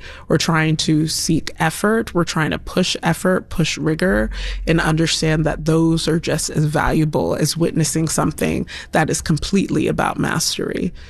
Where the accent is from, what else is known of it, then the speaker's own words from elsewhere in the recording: Stone Mountain, Georgia, United States; moved away; I grew up in Stone Mountain, Georgia